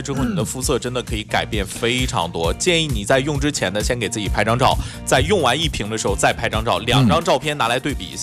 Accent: northern China, China; 作为一个北方人

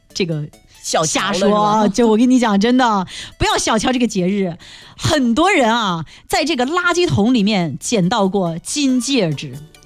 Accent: Fuzhou, Fujian, China; 我们福州人其实很多地方都没有去过的

